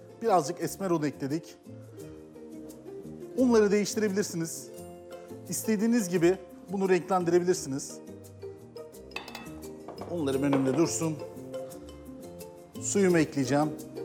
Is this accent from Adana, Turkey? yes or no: yes; Pozantı, Adana, Turkey; Adanalıyım ben. Adana'nın Pozantı ilçesinde büyüdüm.